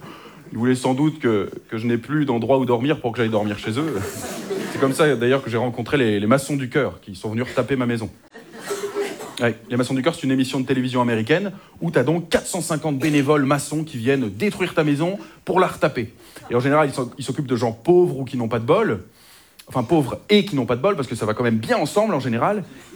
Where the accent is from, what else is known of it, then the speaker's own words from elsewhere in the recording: Hauts-de-France, France; Je sais pas, moi je suis du Nord-Pas-de-Calais, on fait pas ça chez vous, je ne sais pas.